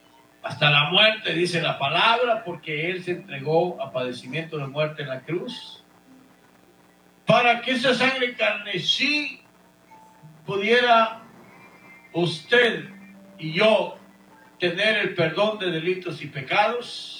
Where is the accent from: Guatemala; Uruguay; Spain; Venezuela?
Guatemala; moved away; Así voy a mandar un cordial saludo hasta allá, Guatemala, mi tierra natal.